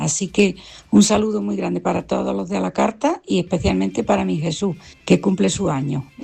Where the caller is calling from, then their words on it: Jaén, Andalusia, Spain; Hola Manolo